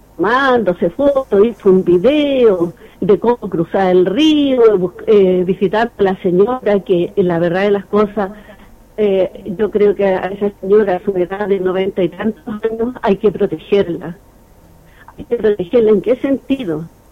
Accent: Chile; somos todos chilenos.

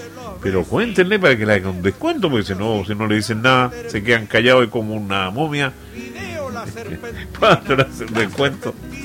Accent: Lota, Biobío, Chile; now in Coronel, Chile; yo soy de Coronel, pero soy nacido y criado acá en Lota y ya me fui para Coronel.

